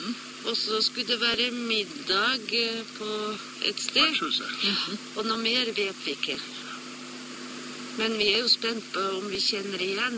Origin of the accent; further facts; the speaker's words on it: Korgen, Nordland, Norway; moved away; nå er jeg hjemme i Korge.